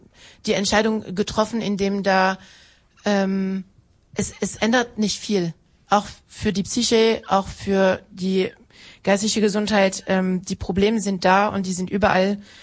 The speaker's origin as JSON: {"language": "German", "country": "France", "moved": "yes", "said": "also als Französin sehe ich natürlich auch, was in Frankreich los ist und ich lese, was in Frankreich los ist und höre, was in Frankreich los ist"}